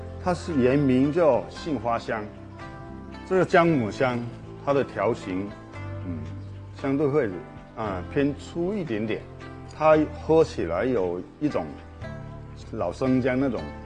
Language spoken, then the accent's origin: Chinese; Chaonan, Guangdong, China; 像我们老家是潮南那边的，我也会经常到升平区那里几个川库啊，那里去找茬。